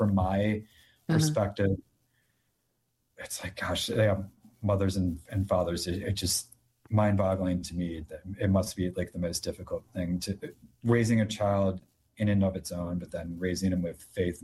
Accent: Naperville, Illinois, United States; But then that was the only real Christian preschool in my hometown of Naperville, or at least walking distance, I guess.

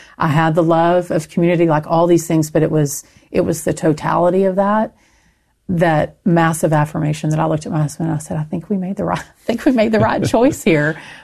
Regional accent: Texas, United States; So I'm Texan. So it should have a pronunciation guide in there, but there's an audio book too if you want to hear that.

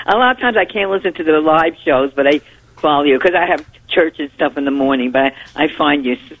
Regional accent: New Jersey, United States; now in Arizona, United States; We're both from New Jersey, too, even though I wasn't born there, but I lived there for over 20 years.

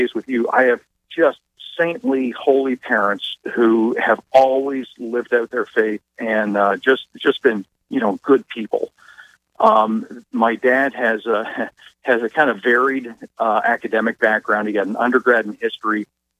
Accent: Canada; moved away as an adult; now in United States; I'm still Canadian. I'm a permanent resident in the U.S.

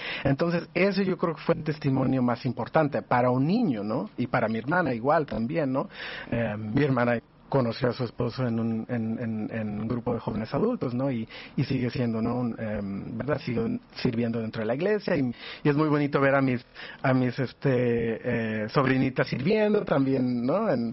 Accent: Los Angeles, California, United States; crecí en Los Ángeles

